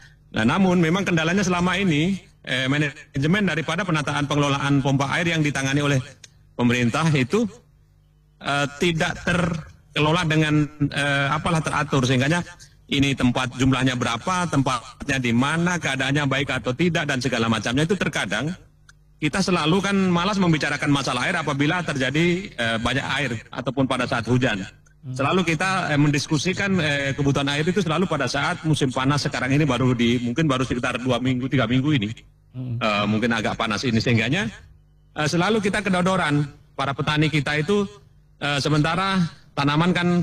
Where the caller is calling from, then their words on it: Gorontalo, Indonesia; Di daerah saya, di daerah Bolihuto